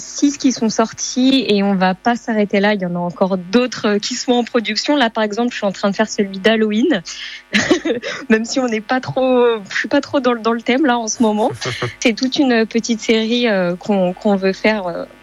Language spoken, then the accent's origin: French; Nice, Provence-Alpes-Côte d'Azur, France; Je suis de Nice, effectivement.